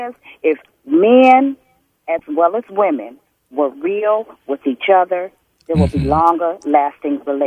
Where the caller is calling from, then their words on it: Detroit, Michigan, United States